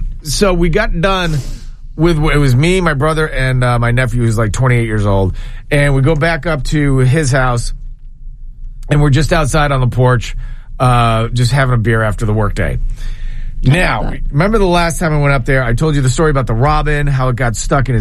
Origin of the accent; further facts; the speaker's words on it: New England, United States; I grew up in New England.